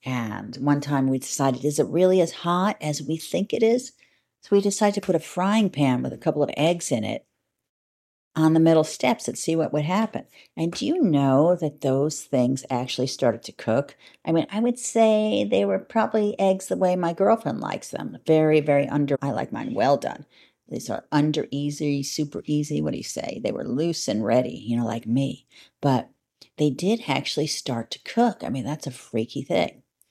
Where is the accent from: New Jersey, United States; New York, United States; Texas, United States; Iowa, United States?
New Jersey, United States; moved away; So I'm pretty used to tropical, very hot climates. Why? Because I'm from New Jersey. New Jersey is not hot and tropical. But when my parents decided to drag us out of Jersey, we lived on the Jersey Shore